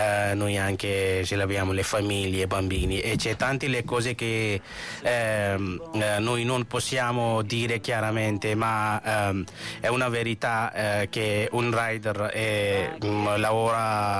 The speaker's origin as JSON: {"language": "Italian", "country": "Pakistan", "second_language": "Italian", "moved": "yes", "lives_now": "Italy", "said": "se io sono dal Pakistan"}